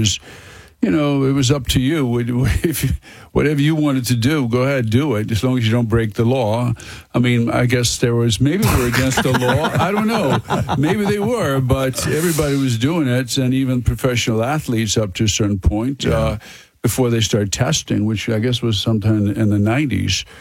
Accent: Sweden; I'm from Sweden.

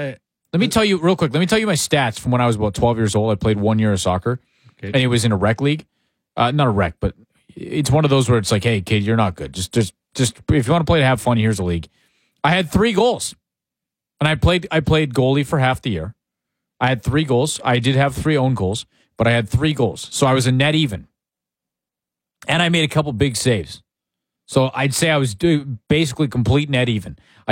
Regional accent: Canada; I love being a Canadian

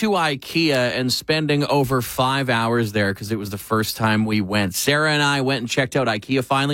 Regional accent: Alberta, Canada; I grew up in central Alberta

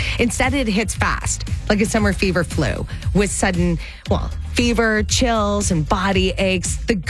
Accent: Canada; I mean, we're Canadian. We're used to it, right?

